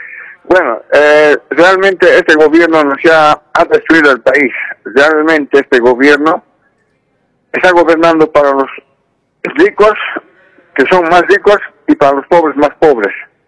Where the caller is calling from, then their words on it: La Paz, Bolivia; Le saluda … de la ciudad de La Paz.